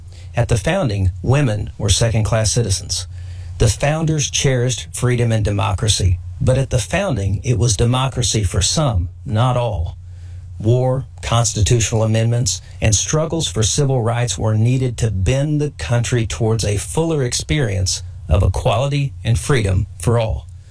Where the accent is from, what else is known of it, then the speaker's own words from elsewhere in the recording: United States; Both as an American and as a Native American